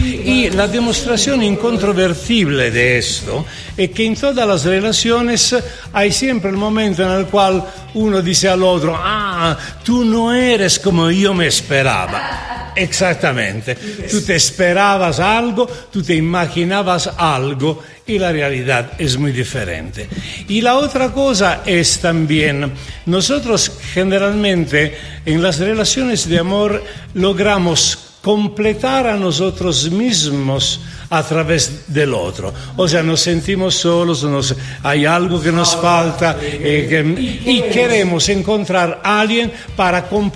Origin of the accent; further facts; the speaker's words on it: Italy; Spanish is a second language; moved away; Soy un pinche italiano, efectivamente.